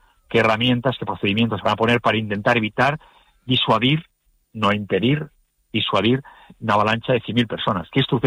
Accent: Canary Islands, Spain; yo también soy canario, también lo soy.

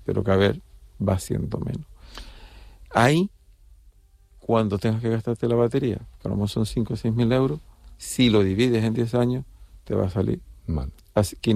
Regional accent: Las Palmas, Canary Islands, Spain; aunque yo soy de origen de Las Palmas

